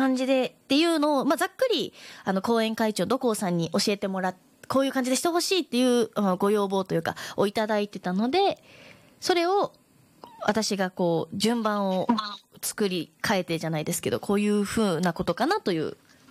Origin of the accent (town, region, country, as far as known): Hyuga, Miyazaki, Japan; born or raised there